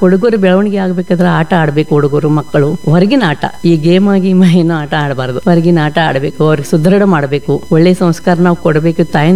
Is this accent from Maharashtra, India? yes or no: yes; Sangli, Maharashtra, India; Kannada is a second language; moved away as an adult; also born or lived in Nashik / Pune; now in Belagavi, India; ಯಾಕಂದ್ರೆ ನಾವು ಮಹಾರಾಷ್ಟ್ರದಾಗ ಬೆಳೆದವ್ರು ಎಲ್ಲರು. ನನ್ನ ಹುಟ್ಟು ನಾಸಿಕ್ ಊರು. ನಾಸಿಕ್ದಿಂದ ನಾವು ಪುಣಾಯಿನ ಮಾಡಿ ಸಾಂಗ್ಲಿ, ನಂದ ಎಜುಕೇಶನ್ ಅಲ್ಲಿ ಶುರು ಆಗಿದ್ದು.